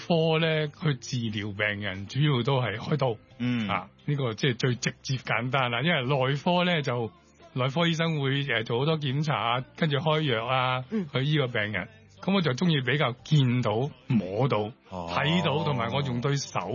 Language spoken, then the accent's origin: Cantonese; Hong Kong; 我喺長洲長大㗎。